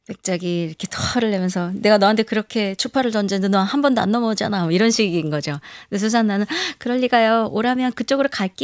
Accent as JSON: {"language": "Korean", "country": "South Korea", "said": "우리가 한국 사람으로서 서양 음악을 하잖아요."}